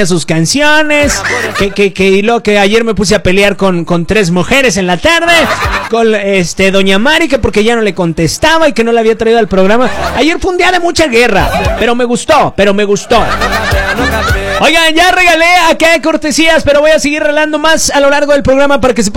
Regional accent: El Salto, Mexico; Un abrazo hasta el Salto, mi tierra.

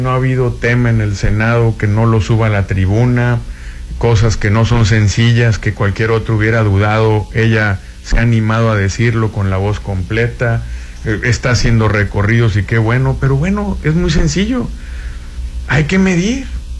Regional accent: Sinaloa, Mexico; Antes que priista, soy sinaloense. Y yo toda mi vida he sido priista y le pido a Dios morir priista, pero antes que priista soy sinaloense

